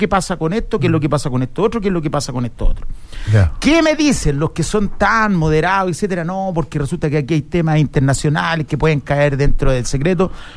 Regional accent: Chile; en mi país nacieron mis hijos, en mi país voy a enterrar a mis papás. Eso somos chilenos.

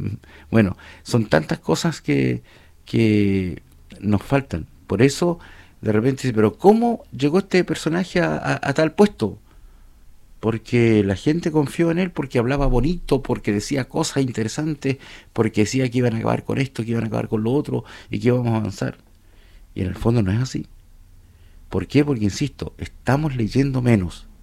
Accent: Chile; darle una vuelta como chilenos.

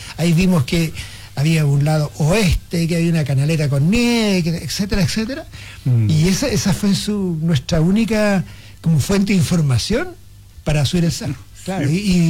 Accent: Osorno, Los Lagos, Chile; yo soy originario de Osorno, y en la zona Huilliche, que yo me crié en Osorno

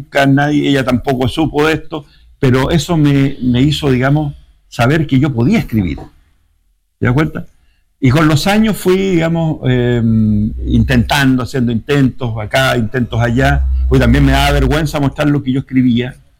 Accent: Vicuña, Coquimbo, Chile; moved away; yo días antes había ido a mi pueblo, a Vicuña, a Elqui, donde yo soy, a un pueblo chico que se llama San Isidro

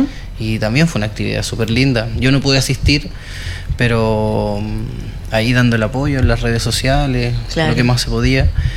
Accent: Cartagena, Valparaíso, Chile; also born or lived in San Antonio; yo empecé en San Antonio, yo nací en San Antonio y como 3-4 meses ya viví en Cartagena.

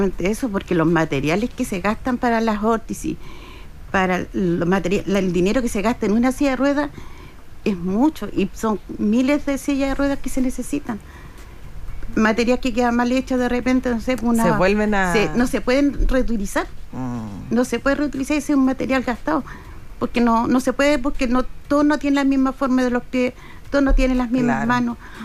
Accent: Chile; somos todos los chilenos los que damos

